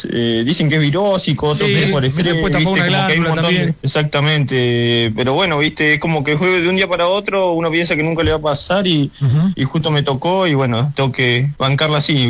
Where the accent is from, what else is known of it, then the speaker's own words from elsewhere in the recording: Neuquén, Argentina; sí, la verdad es, yo de verdad que soy de Neuquén, pero se me ha pegado un poquito la tonada. Es difícil todo el día escuchando a los cordobeses, que no se te pegue un poco.